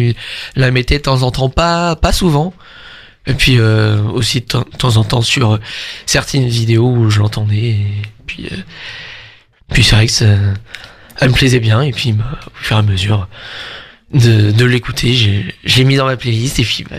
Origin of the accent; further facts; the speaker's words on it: France; en tant que français